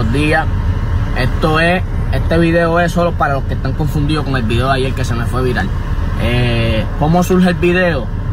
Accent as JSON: {"language": "Spanish", "country": "Puerto Rico", "tie": "born there", "said": "Pues en Puerto Rico, yo nací en Puerto Rico"}